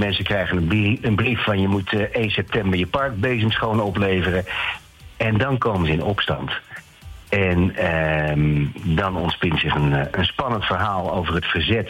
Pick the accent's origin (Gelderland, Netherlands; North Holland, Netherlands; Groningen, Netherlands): Groningen, Netherlands; moved away; bij ons in Groningen, ik kom uit Groningen oorspronkelijk.